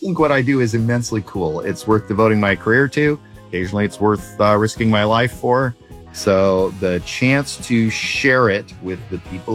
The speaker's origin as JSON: {"language": "English", "town": "Eugene", "region": "Oregon", "country": "United States", "tie": "born or raised there", "also_born_or_lived": "Seattle / Southern California", "moved": "yes", "said": "my hometown of Eugene, my sort of second home, Seattle. I was educated in Southern California"}